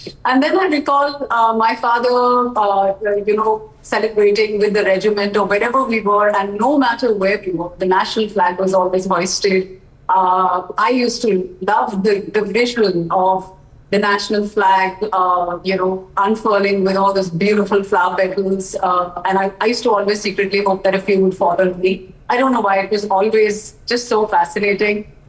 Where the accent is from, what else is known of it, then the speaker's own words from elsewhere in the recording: India; take immense pride in the fact that I have an Indian passport, that wherever I go, I'm introduced as an Indian actor.